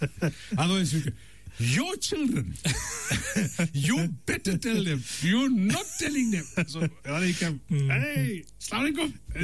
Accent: South Africa; I'm not a criminal, but I'm a South African.

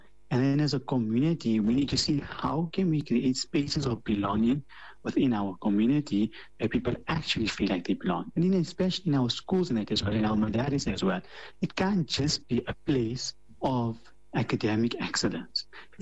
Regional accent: South Africa; It doesn't mean us as South African Muslims, we're immune to it

